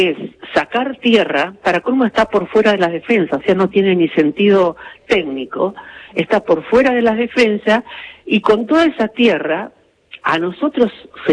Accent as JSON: {"language": "Spanish", "region": "Santa Fe", "country": "Argentina", "said": "nosotros como santafesinos"}